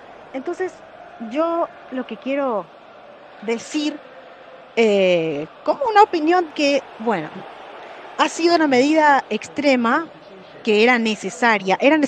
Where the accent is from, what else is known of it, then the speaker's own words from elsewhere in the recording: Paraguay; este sufrido país llamado Paraguay